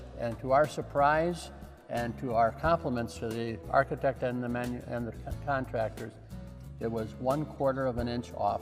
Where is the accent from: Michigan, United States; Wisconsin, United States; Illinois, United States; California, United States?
Wisconsin, United States; also born or lived in Missouri; Well, I'm originally from Wisconsin, so I went to school in Missouri, in St. Louis, and in outside of Milwaukee, a place called Oconomowoc.